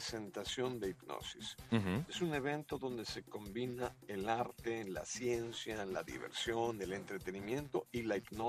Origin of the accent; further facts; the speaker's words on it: Santiago, Santiago Metropolitan Region, Chile; Trabajo mucho por aquellas partes del mundo, pero yo soy originario de Santiago de Chile.